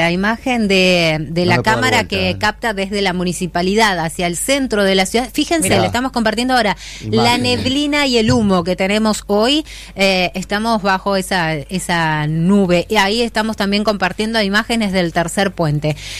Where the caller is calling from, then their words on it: San Antonio Oeste, Río Negro, Argentina; Desde San Antonio Oeste